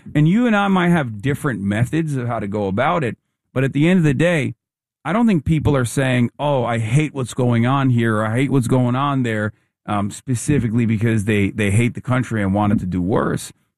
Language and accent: English; Turkey; moved away as an adult; also born or lived in New Brunswick, New Jersey; now in United States; Yeah, I'm an American citizen, but I grew up in Turkey until I was 18. I came here when I was 18.